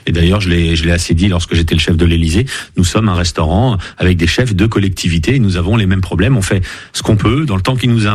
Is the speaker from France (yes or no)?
yes; Neuilly-Plaisance, Île-de-France, France; je suis de Neuilly-Plaisance.